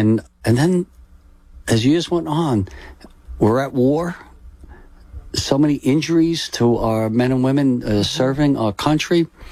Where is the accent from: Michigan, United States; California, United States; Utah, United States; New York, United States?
New York, United States; Staten Island; We're all from Staten Island, and he came back to live with me.